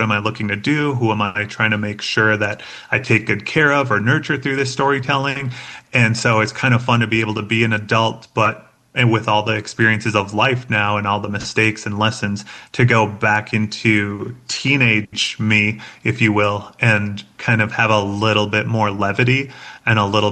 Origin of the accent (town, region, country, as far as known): Red Lake, Minnesota, United States; now in Denver, United States